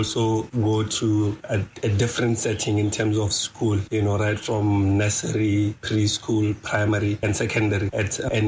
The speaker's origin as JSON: {"language": "English", "town": "Gaborone", "region": "South-East District", "country": "Botswana", "tie": "born or raised there", "also_born_or_lived": "Windhoek, Namibia", "lives_now": "Gaborone, Botswana", "said": "being born in a different country and then coming to Botswana as a toddler. I was born in Katutura, Windhoek. So Katutura is a township. When it comes to where I stayed or where I grew up in Old Naledi, I think I've lived there for a greater part of my life."}